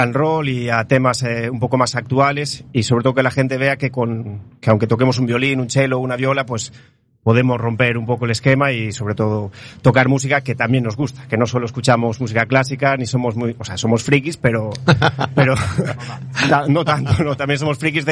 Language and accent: Spanish; Monte Alto, Galicia, Spain; A ver, es cierto que algunos de los integrantes del grupo somos de Monte Alto.